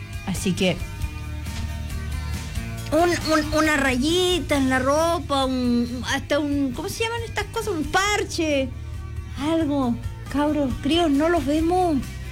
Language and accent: Spanish; Valparaíso, Chile; Se olvidan que yo vengo de Valparaíso.